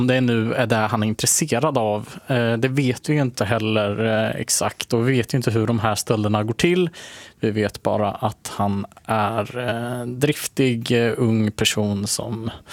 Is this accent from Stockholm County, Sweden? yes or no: no; Motala, Östergötland, Sweden; från Motala. Faktiskt. Det är där jag kommer ifrån.